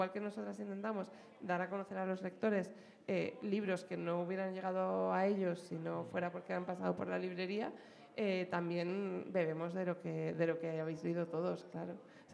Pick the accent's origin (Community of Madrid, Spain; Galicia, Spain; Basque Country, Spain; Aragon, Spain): Community of Madrid, Spain; Cercedilla; born there; yo de hecho viví en Cercedilla como de los 10 a los 28 o así